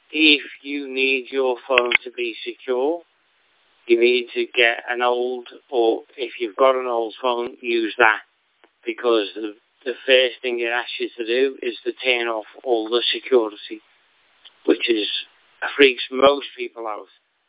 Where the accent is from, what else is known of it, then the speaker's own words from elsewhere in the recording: Liverpool, North West England, United Kingdom; accent: Merseyside; now in Tamborine Mountain, Australia; I'm originally from Liverpool